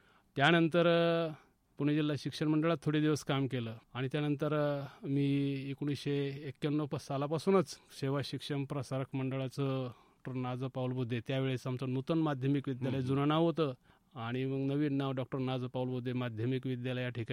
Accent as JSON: {"language": "Marathi", "town": "Pimpalgaon Malvi", "region": "Maharashtra", "country": "India", "tie": "born or raised there", "said": "मी ग्रामीण भागातलाच एक खेळाडू आहे. माझं गावाचं नाव आहे पिंपळगाव माळवी, जवळच आहे डोंगरगण रोडला. माझं बालपण जे आहे ते माझ्या गावामध्येच गेलं."}